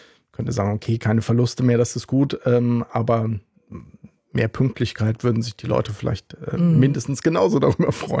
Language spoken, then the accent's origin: German; Rhineland-Palatinate, Germany; now in Berlin, Germany; Ich bin ja ein Kind des Landes. Ich bin in Rheinland-Pfalz in der ländlichen Region aufgewachsen.